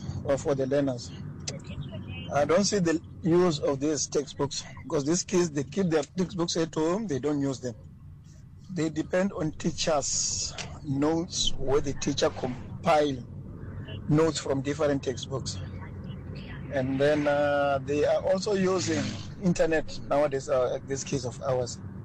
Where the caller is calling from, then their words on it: Langa, Western Cape, South Africa; Good afternoon. … from Langa.